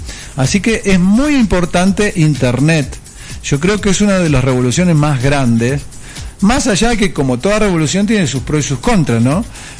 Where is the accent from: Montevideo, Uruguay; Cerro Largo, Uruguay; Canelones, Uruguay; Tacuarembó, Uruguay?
Canelones, Uruguay; Las Piedras; also born or lived in Brazil / Belgium; now in Argentina; yo me crié en Las Piedras, en Uruguay, y acá en Argentina, los dos lugares.